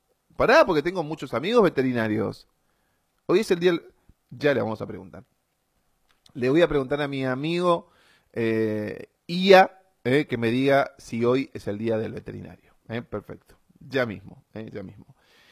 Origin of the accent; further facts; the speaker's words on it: Corrientes, Argentina; nosotros estamos en Argentina, estamos en Corrientes, tenemos otro tono.